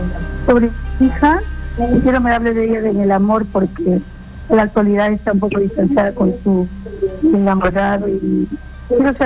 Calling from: Ancash, Peru; De Ancas.

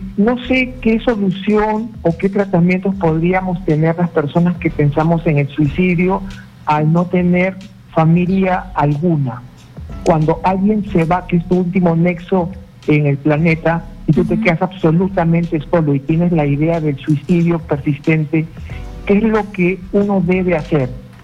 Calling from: Lima, Peru; Carla, yo te estoy llamando desde Surco, límite con Miraflores.

